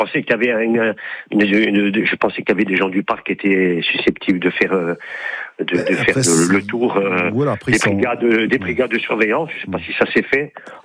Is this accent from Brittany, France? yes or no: no; Corsica, France; je randonne beaucoup, je suis à la retraite, donc je suis corse, hein